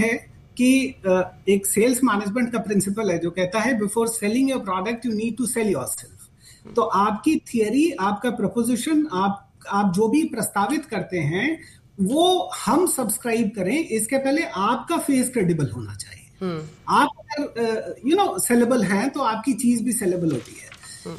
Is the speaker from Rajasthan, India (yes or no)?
no; Uttar Pradesh, India; मैं तो उत्तर प्रदेश से आता हूँ, तो एक जमाने में आईआईटी कानपुर को हम लोग मानते थे कि हिंदुस्तान का बेस्ट आईआईटी है